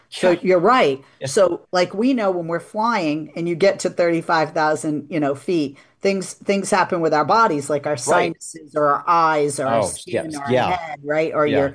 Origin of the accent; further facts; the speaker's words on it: Massachusetts, United States; I'm from Massachusetts. It's a wicked pissa